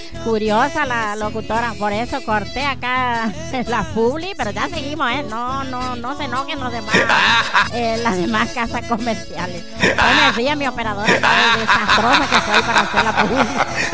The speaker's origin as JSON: {"language": "Spanish", "region": "Formosa", "country": "Argentina", "said": "la música que nos identifica como argentino y como formoseño de Yapa."}